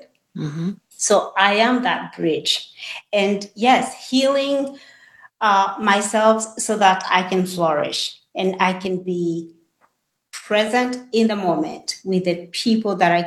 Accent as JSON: {"language": "English", "country": "Kenya", "said": "I'm from Kenya, and my mother was a school teacher. And I will say I was blessed to be born in that family."}